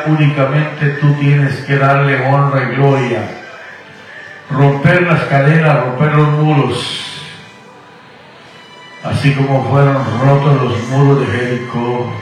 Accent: Guatemala; now in Houston, United States; Yo soy nacido en Guatemala, viviendo aquí en Houston, Texas, ya por pasadito de 30 años, pero recuerde que nunca olvidamos nuestras raíces.

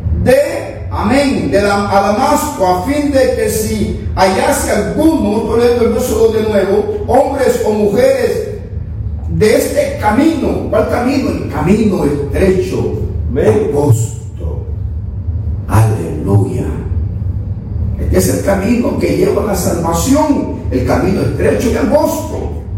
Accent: Honduras; moved away; no sé qué hubiera sido de mí si me hubiera quedado en mi país, en Honduras.

